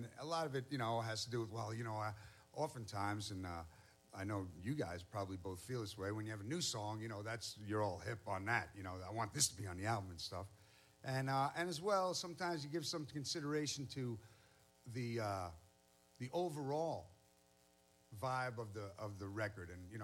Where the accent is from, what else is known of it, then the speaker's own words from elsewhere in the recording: Ypsilanti, Michigan, United States; This is about my hometown of Ypsilanti, Michigan.